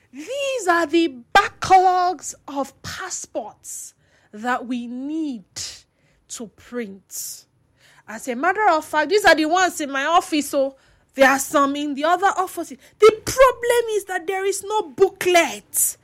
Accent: Bayelsa, Nigeria; born there; moved away; like my home state, Bayelsa State

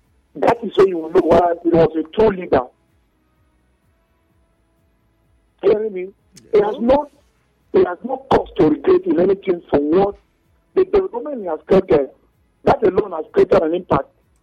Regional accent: Cross River, Nigeria; when we've grown up as little boys, we could see people where I come from Cross Rapids.

